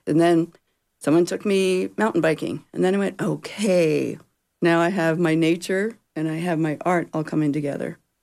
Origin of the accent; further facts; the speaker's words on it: Cape Breton, Nova Scotia, Canada; It was very different growing up in Cape Breton and being here.